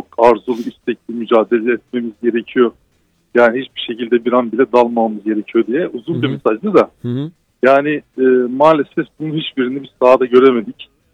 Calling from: Istanbul, Turkey; ben İstanbul'dan.

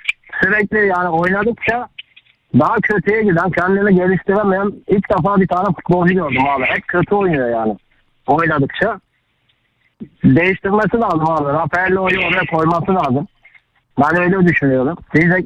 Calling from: Istanbul, Turkey; İstanbul'dan

